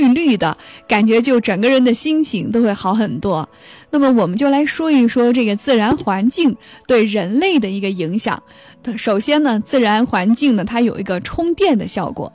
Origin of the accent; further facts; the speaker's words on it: China; 这一点难道是刻在我们中国人基因里的吗？